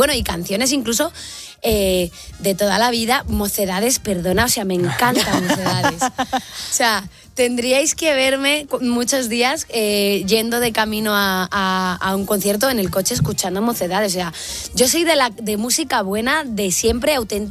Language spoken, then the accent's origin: Spanish; Castile and León, Spain; Mi pueblo está en Meganzones.